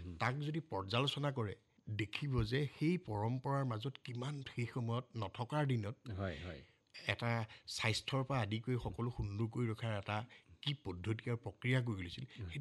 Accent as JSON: {"language": "Assamese", "town": "Henchua", "region": "Assam", "country": "India", "tie": "born or raised there", "said": "কিন্তু আমাৰ এই ঘৰখনেই হেনচুৱাই মোৰ শৈশৱৰ। আমাৰ তাতেই পৰিয়ালৰ প্ৰায়খিনি মানুহে তাতেই জন্ম হওঁ যদি নাথাকক, সেইকাৰণে হেনচুৱাখন মোৰ একেবাৰে জন্মস্থান আৰু।"}